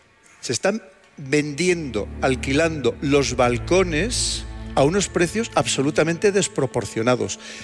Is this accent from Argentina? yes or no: no; León, Castile and León, Spain; Yo soy de León, como bien es conocido, y León dice que es uno de los sitios donde mejor se va a poder observar el eclipse.